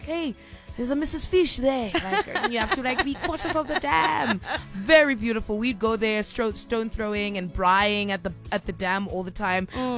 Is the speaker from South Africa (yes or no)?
yes; Waterval Boven, Mpumalanga, South Africa; also born or lived in Belfast / Machadodorp; I grew up in Mpumalanga at Waterfall Boven. That's where we lived. So we were right by Waterfall for a very long time. Then we moved on to Belfast, Mashadudorp. We moved almost every year growing up.